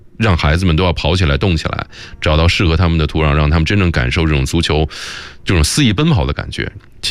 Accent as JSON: {"language": "Chinese", "region": "Beijing", "country": "China", "tie": "born or raised there", "said": "我们小时候的北京，高雅老师也好，郝指导也好，咱们都是北京人。"}